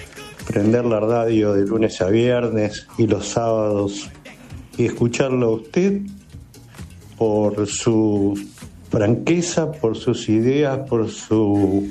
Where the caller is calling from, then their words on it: Buenos Aires, Argentina; Buenos días, doctor Rizzo … de Parque Chacabuco.